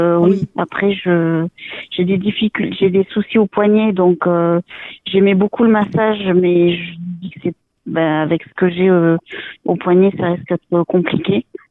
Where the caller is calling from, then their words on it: Nouvelle-Aquitaine, France; j'appelle de Gironde.